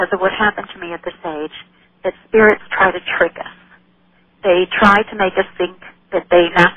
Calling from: Texas, United States; Calling you from Texas.

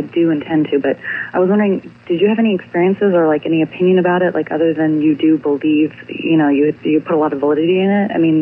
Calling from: Los Angeles, California, United States; Hi, this is … from Hollywood, California.

